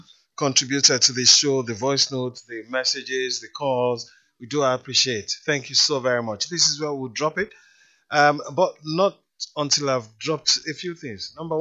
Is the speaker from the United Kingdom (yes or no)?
no; Kaduna, Kaduna State, Nigeria; born there; My dad had to slip my mom and I through the needle's eye to leave the north. Wow. I was born in Kaduna.